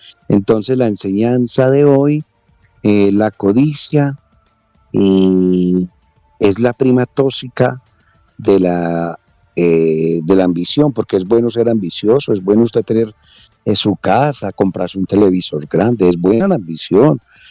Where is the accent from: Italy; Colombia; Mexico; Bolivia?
Colombia; Medellín, Antioquia; Yo soy montañero, yo soy de San Cristóbal